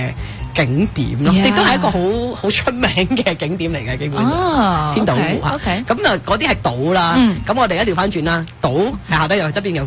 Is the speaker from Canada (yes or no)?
yes; Canada; 我哋作为加拿大人